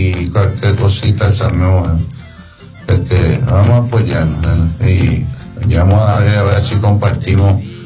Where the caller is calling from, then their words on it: Espinillo, Formosa, Argentina; Yo soy de Espinillo